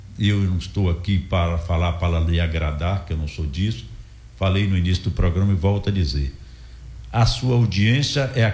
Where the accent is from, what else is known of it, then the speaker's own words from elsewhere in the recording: Guanambi, Bahia, Brazil; Essa é minha terra, esse é meu espaço, esse foi o lugar determinado por Deus através da minha mãe, que criou seus 10 filhos e que quase todos moram aqui